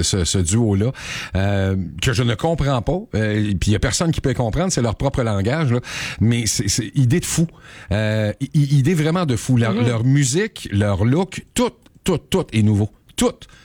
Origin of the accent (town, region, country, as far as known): Canada